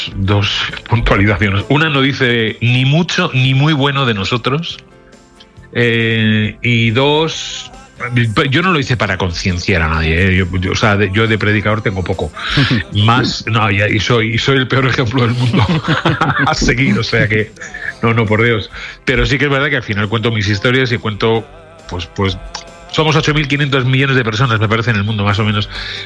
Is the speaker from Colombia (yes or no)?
no; Alicante, Valencian Community, Spain; moved away as an adult; also born or lived in Madrid; desde que nací, bueno, aunque nací es en Madrid, pero luego me fui muy, muy criado, con 6, 7 años me fui a vivir a Alicante. Y desde esa edad, más o menos, hasta los, un poco antes inclusive, hasta los 18, que ya me voy a ir a Valencia ahí.